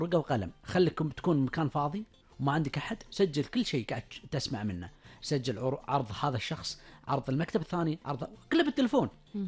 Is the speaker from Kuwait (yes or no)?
yes; Kuwait